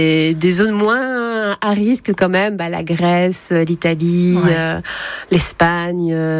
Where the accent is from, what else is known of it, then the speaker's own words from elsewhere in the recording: Nantes, Pays de la Loire, France; born there; je suis bretonne de Nantes. Je suis née à Nantes. Mmh. J'ai une grand-mère qui est vantaise, mais j'ai toujours été élevée dans l'idée que j'étais bretonne.